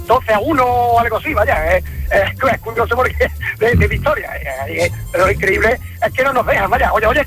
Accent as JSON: {"language": "Spanish", "town": "Fuente Palmera", "region": "Andalusia", "country": "Spain", "said": "yo soy de Fuente Valmeira, Córdoba, y pertenezco a la peña del Barcelona."}